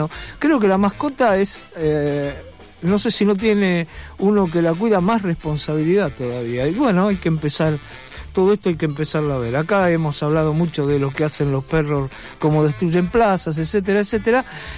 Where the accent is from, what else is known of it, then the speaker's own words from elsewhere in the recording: Argentina; fundamentalmente como ciudadano argentino